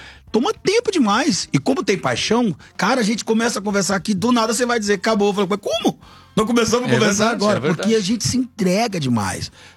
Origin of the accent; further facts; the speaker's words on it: Brasília, Federal District, Brazil; born there; E eu nasci em Brasília, mas a família inteira tá plantada ali entre Brasília e Goiânia.